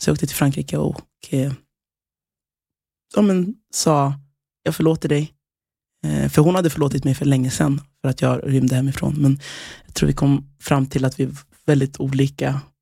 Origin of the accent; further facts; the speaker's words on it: Nora, Örebro County, Sweden; born there; also born or lived in Västerås; det var i Nora utanför Örebro. Det var där jag växte upp som längst då, i Sverige. De åren, och de åren i Västerås där jag bodde också.